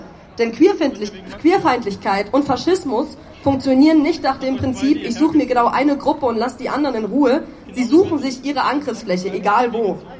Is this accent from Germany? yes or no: yes; Dresden, Saxony, Germany; wurde in meiner Geburtsstadt Dresden auf meinem ehemaligen Schulweg, 2 Haltestellen von meiner ehemaligen Schule entfernt